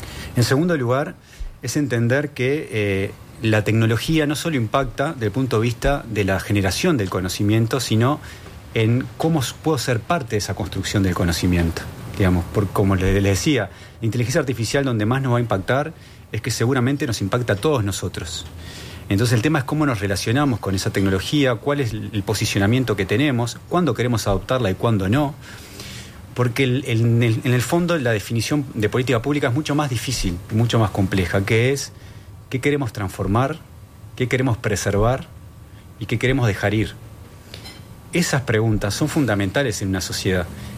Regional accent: Uruguay; está impreso en nuestro ADN como uruguayos

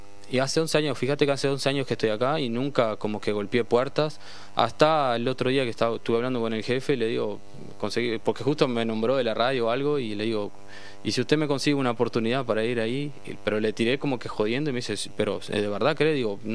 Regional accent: Uruguay; yo soy muy uruguayo. Me gusta mucho mi país, me gusta mucho nuestra cultura.

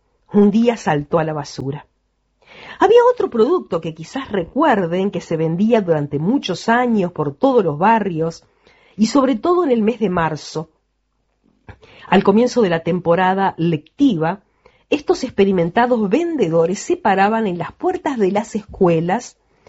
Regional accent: Uruguay; somos uruguayos

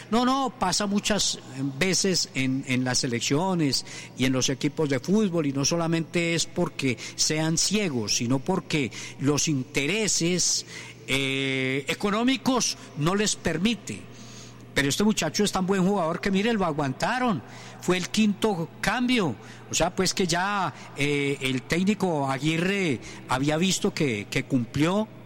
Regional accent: Santa Rosa de Cabal, Risaralda, Colombia; born there; yo nací en Santa Rosa

